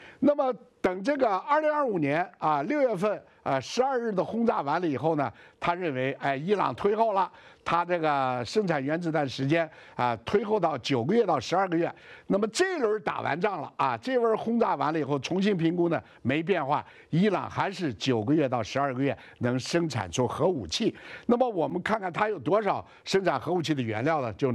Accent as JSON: {"language": "Chinese", "country": "China", "said": "哎，我们中国人听不太懂，大概意思是什么呢？"}